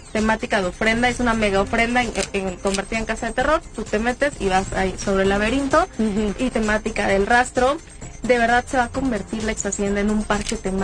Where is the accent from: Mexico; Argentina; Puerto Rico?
Mexico; una de las tradiciones más hermosas que tenemos como mexicanos